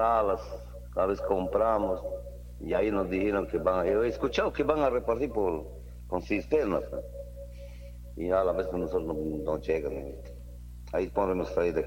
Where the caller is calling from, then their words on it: Lamas, San Martín, Peru; Soy morador de Potrero, del sector Potrero.